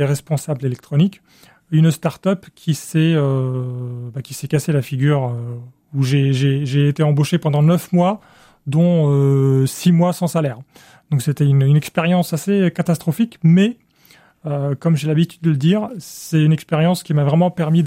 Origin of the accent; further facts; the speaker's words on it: Egypt; Alors, ce qui s'est passé, c'est que j'ai grandi en Égypte et j'ai eu une scolarité qui a été un peu compliquée, enfin même plus que ça.